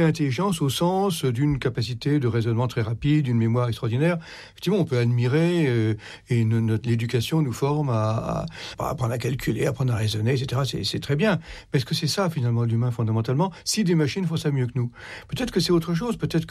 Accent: France

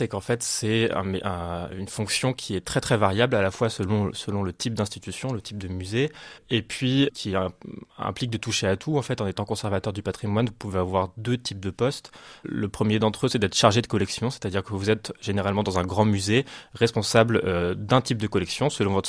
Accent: Paris, Île-de-France, France; moved away as an adult; now in Châteauroux, France; J'ai grandi à Paris

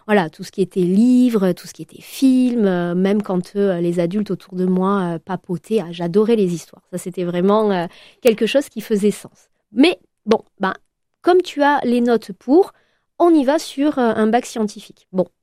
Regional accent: Nouvelle-Aquitaine, France; born there; je suis née dans le Médoc, et donc j'ai des origines médocaines, mais j'ai également des origines basque.

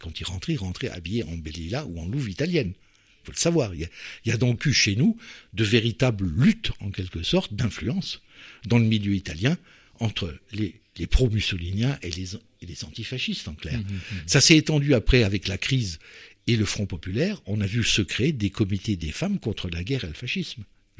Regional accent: Homécourt, Grand Est, France; je suis originaire d'Oboué.

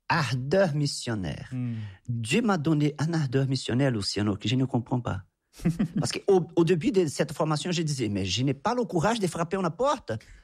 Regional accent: Anápolis, Goiás, Brazil; j'ai retourné chez moi à Goiás, à Anápolis.

